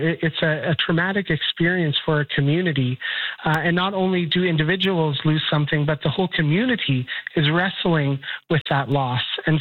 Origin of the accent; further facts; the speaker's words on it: Winnipeg, Manitoba, Canada; I'm from Winnipeg. That's where I live.